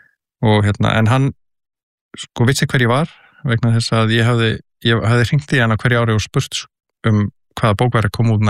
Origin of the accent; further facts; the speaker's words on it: Kópavogur, Capital Region, Iceland; also born or lived in Reykjavík; Ég alveg upp í Kópavogi til 13 ára aldurs, í Hjallakverfinu og ég fæddist svona reyndar í Reykjavík